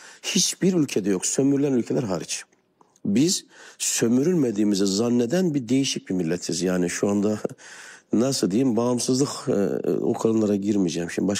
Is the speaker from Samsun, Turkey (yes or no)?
yes; Çarşamba, Samsun, Turkey; Çarşambalıyım.